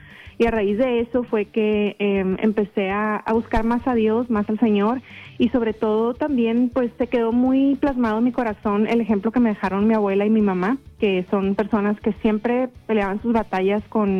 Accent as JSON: {"language": "Spanish", "town": "Houston", "region": "Texas", "country": "United States", "tie": "born there", "said": "Nací en Houston, Texas, pero mis padres son mexicanos."}